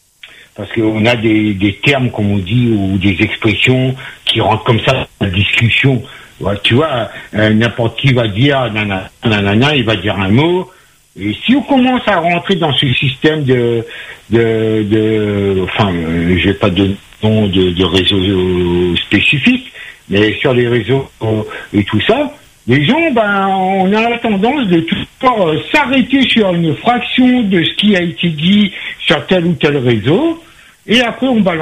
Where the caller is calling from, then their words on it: Réunion; je kiffais vraiment en tant que Réunionnais, hein, je l'assume.